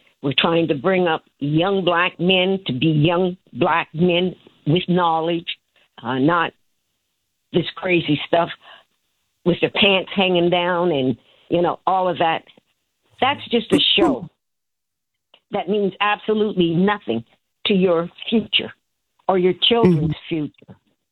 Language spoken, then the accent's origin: English; Canada; being a Canadian